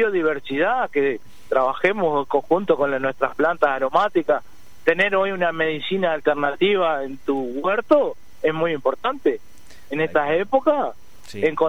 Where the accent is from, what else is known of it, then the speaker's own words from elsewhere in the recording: Paso Antolín, Uruguay; yo soy de Antolín